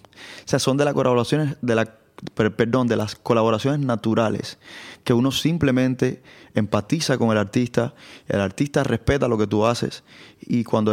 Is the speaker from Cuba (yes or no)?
yes; Cuba